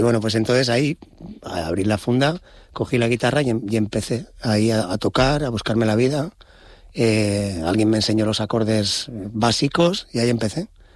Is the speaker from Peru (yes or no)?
no; Santander, Cantabria, Spain; born there; yo nací en Santander, efectivamente en Cantabria.